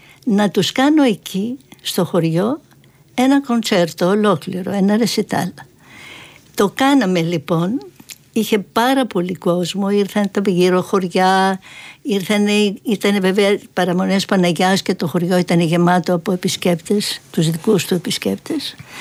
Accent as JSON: {"language": "Greek", "area": "Kalavryta", "region": "Western Greece", "country": "Greece", "said": "στο χωριό μου πριν από 3-4 χρόνια. Είναι στα Καλάβρητα, έξω από τα Καλάβρητα."}